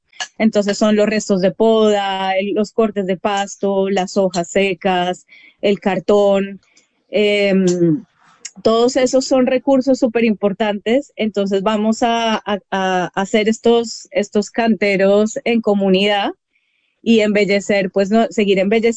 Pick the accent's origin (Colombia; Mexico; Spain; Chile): Colombia; now in Uruguay; Bueno, yo soy de Colombia, mi compañero es de Argentina y bueno, terminamos acá en Uruguay.